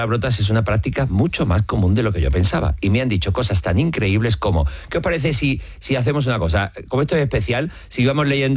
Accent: Los Navalucillos, Castilla-La Mancha, Spain; born or raised there

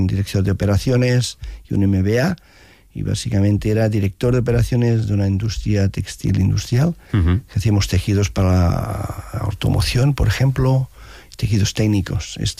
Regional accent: Arenys de Mar, Catalonia, Spain; Y hubo una coincidencia muy bonita, que soy de Arenys de Mar. Estudié ingeniería en Canet de Mar.

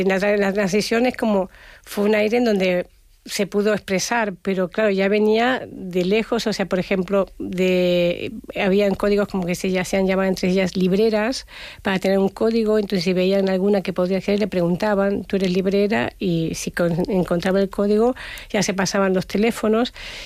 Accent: Argentina

